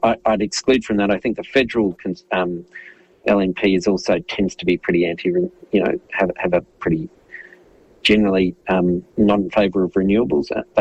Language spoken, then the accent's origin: English; Brisbane, Queensland, Australia; I grew up in Brisbane